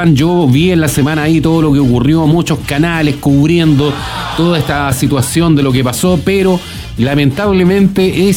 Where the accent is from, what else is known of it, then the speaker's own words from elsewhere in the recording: Lota, Biobío, Chile; se lo digo yo porque soy de Lota